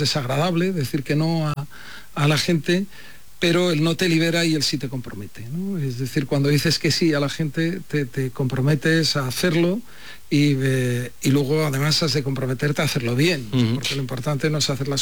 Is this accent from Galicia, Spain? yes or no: yes; Marín, Galicia, Spain; born there; now in Madrid, Spain; Bueno, Marín es el sitio donde he nacido, es el sitio al que vengo siempre que puedo. Y sí, Marín, yo es más, siempre digo que ya he vivido más tiempo fuera de Marín que en Marín, pero Marín ha venido siempre conmigo, ¿no?